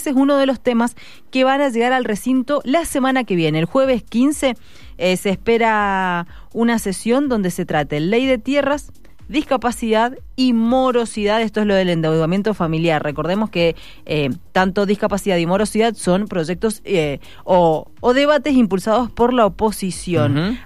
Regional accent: Tunuyán, Mendoza, Argentina

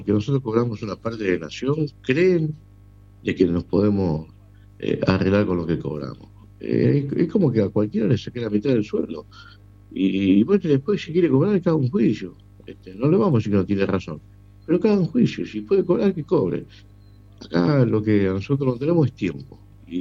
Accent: Argentina; Como ciudadano argentino, tenemos que seguir creyendo en los poderes democráticos.

